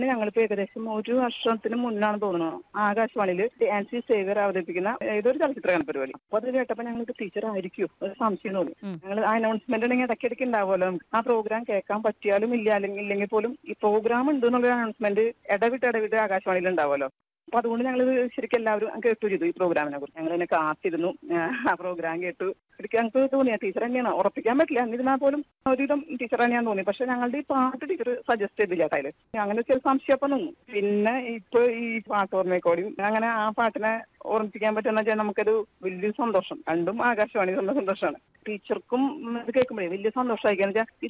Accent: Anthikad, Kerala, India; എന്റെ നാട് അന്തിക്കാടാണ്.

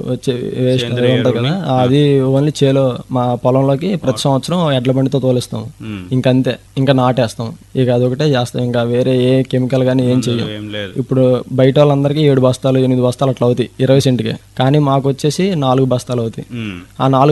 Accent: Krishna district, Andhra Pradesh, India; మాది చలపల మండలం, పొరిగడ్డ గ్రామం అండి, కృష్ణా జిల్లా.

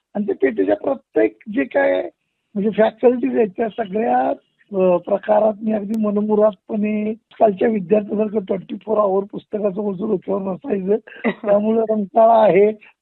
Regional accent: Maharashtra, India; मी खरं म्हणजे शिवाजी पेठेतलाच माझा जन्म.

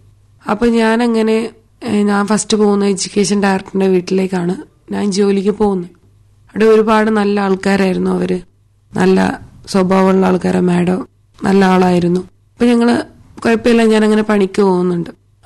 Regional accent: Androth, Lakshadweep, India; born there; also born or lived in Kerala / Kavaratti; ഞാൻ ലക്ഷദ്വീപുകാരിയാണ്. ഞാൻ ജനിച്ചത് ആന്ത്രോത്ത് ദ്വീപിലാണ്.

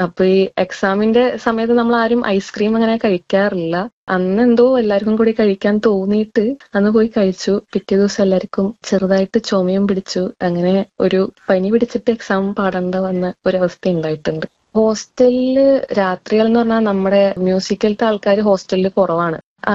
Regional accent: Thrissur, Kerala, India; ഞാൻ കണ്ണൂർ സർവകലാശാലയുടെ സ്വാമി Anandatheertha ക്യാമ്പസിലെ MA music 1st വർഷ വിദ്യാർത്ഥിനിയാണ്. എന്റെ സ്വന്തം നാട് തൃശ്ശൂരാണ്.

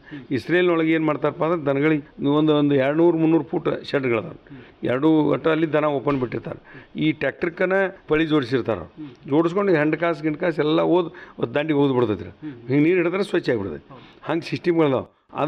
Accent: Karnataka, India; ಅದು ನಮ್ಮದು ಟಕ್ಕಳಿಕೆ ಅಂತೇಳಿ ಒಂದು ಅಲ್ಲಿ ಊರಿದೆ, ಅಲ್ಲಿ ಅದು ನಮ್ಮ ಊರನ್ನು

